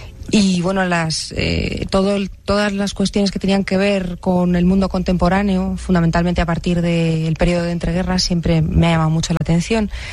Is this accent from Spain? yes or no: yes; Spain; yo he nacido en España y me he criado aquí, y tengo la concepción de un soplón que tenemos, digamos, culturalmente los que somos latinos